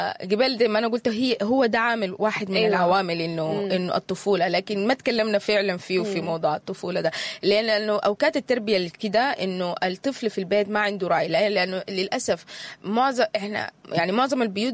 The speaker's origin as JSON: {"language": "Arabic", "country": "Sudan", "said": "إحنا كسودانيين"}